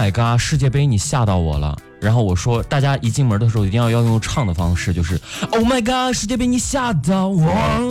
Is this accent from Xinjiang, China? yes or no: yes; Xinjiang, China; moved away; 我小时候在新疆是一直吃的娃娃头。